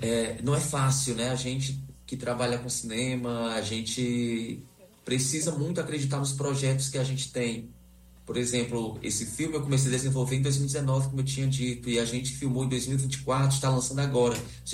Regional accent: Russas, Ceará, Brazil; born there; Jaguaribara, que é uma cidade próxima da cidade onde eu nasci, que eu sou de Russas, assim como Alan.

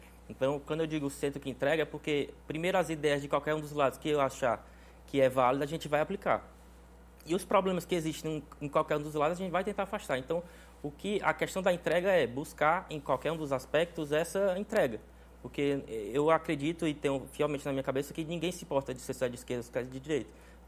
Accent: Crateús, Ceará, Brazil; Eu sou de Crateús, uma cidade que eu amo muito

